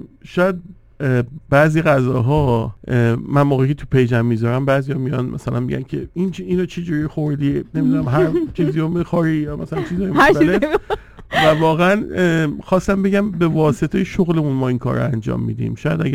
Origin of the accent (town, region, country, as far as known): Iran